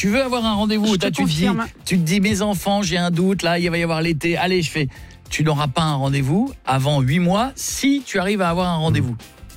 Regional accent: France; les drames que l'on a chez nous en France avec cette histoire de petite fille, etc.

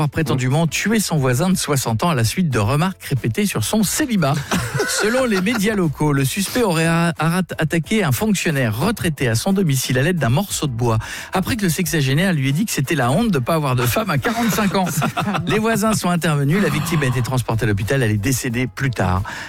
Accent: France; chez nous en France

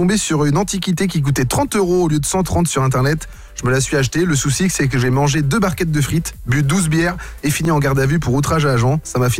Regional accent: Brittany, France; moi je suis breton

